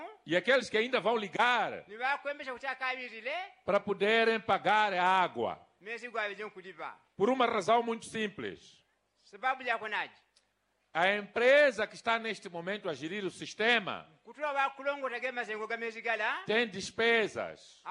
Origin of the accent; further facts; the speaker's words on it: Mozambique; nós saímos de Moçambique visitar outros países